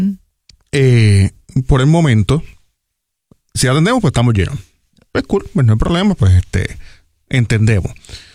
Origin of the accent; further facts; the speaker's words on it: Barranquitas, Puerto Rico; now in Gurabo, Puerto Rico; Yo soy natural de Barranquita, pero llevo unos años viviendo en Gurabo.